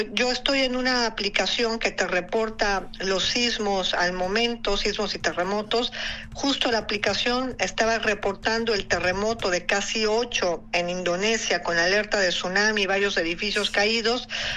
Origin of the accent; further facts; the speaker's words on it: Mexico; now in Málaga, Spain; yo, como buena mexicana, me he levantado como un rayo